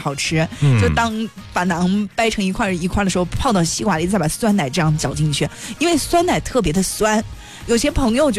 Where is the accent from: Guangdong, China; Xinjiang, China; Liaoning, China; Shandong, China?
Xinjiang, China; Kashgar; 他今天吃了一道就是我们喀什人都会吃的，就是 DIY 的美食。